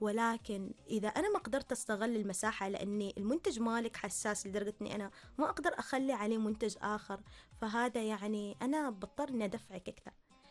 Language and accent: Arabic; Oman; عندنا إحنا مثلا في دولتنا عندنا في عمان